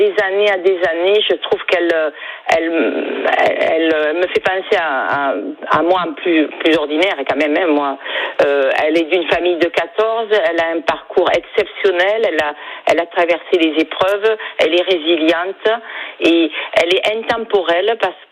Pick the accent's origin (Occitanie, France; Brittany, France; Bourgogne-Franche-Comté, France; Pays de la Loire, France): Occitanie, France; Perpignan; accent: Perpignan; J'ai l'accent perpignanais, je suis désolée.